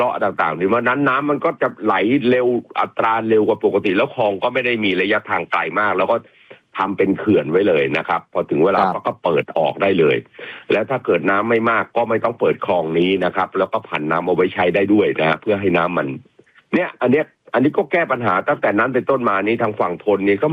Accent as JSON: {"language": "Thai", "region": "Samut Sakhon", "country": "Thailand", "tie": "born there", "moved": "yes", "lives_now": "Bangkok, Thailand", "said": "ผมย้ายจากสมุทรสาครนะที่บ้านแถวที่บ้านเกิดผมเนี่ยเข้ามาอยู่กรุงเทพเนี่ยปี2517"}